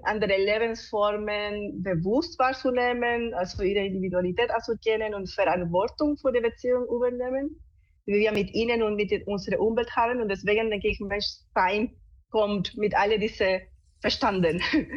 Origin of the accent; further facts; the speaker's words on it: Chile; now in Munich area, Germany; Also ich bin Illustratorin und visuelle Kommunikatorin. Ich bin ursprünglich aus Chile und jetzt wohne ich in der Umgebung von München.